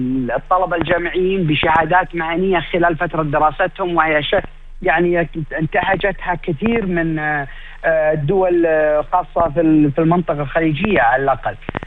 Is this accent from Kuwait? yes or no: yes; Kuwait; احنا عندنا في الكويت